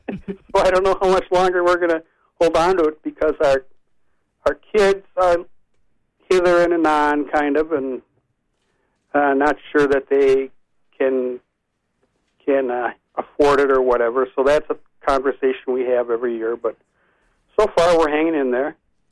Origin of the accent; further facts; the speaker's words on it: St. Paul, Minnesota, United States; when I was a little kid growing up in St. Paul.